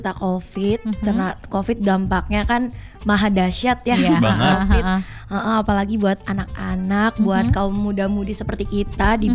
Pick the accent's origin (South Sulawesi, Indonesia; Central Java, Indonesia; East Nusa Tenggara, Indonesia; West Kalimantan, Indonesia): Central Java, Indonesia; Tegal; now in Jakarta, Indonesia; Oh, kalau aku asalnya dari Tegal, Kak.